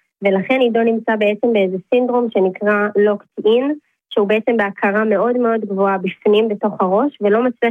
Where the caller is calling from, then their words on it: Mevaseret Zion, Jerusalem District, Israel; אנחנו במקום עם בשרת ציון.